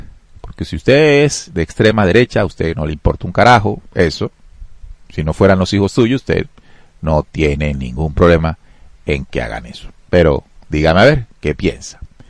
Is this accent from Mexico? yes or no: no; Colombia; nosotros como colombianos